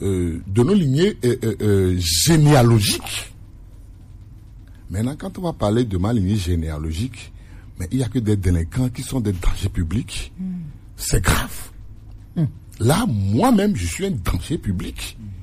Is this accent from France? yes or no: no; Togo; parce que moi, je suis Togolais.